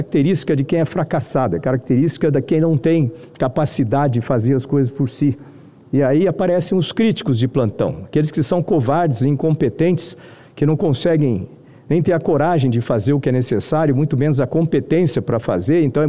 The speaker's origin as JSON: {"language": "Portuguese", "country": "Brazil"}